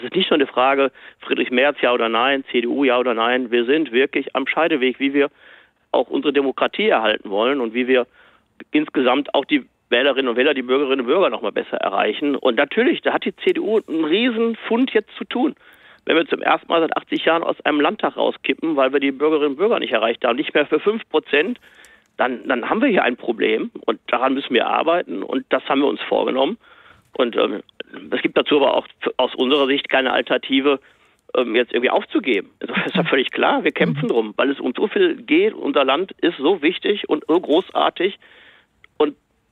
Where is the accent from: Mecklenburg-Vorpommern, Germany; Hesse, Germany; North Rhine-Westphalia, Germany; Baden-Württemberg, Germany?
North Rhine-Westphalia, Germany; Ich komme aus dem Ruhrgebiet.